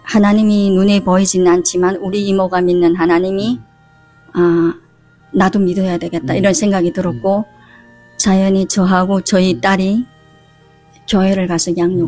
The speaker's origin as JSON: {"language": "Korean", "town": "Hyesan", "region": "Ryanggang", "country": "North Korea", "tie": "born or raised there", "said": "양강도 해산이라는 도시에서 태어났거든요. 그때는 또 그나마도 저희 아버님이 그곳에서 간부를 하셔가지고 여유롭게 잘 살았어요. 근데 제가 시집을 간 게 그 양강도에서 이렇게 산골로 갔어요."}